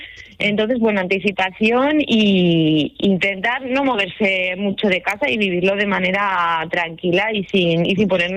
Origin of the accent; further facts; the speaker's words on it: Toledo, Castilla-La Mancha, Spain; yo soy de Toledo.